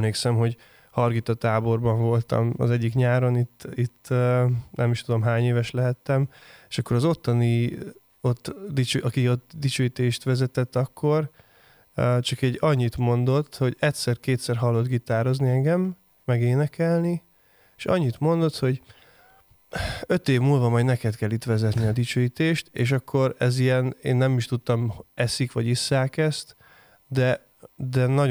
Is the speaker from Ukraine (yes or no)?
no; Transylvania, Romania; moved away as an adult; now in Budapest, Hungary; ahogy az Erdélyi Baptista közösségben is, ahogy felnőttem, meg aztán később, hogy Budapestre kerültem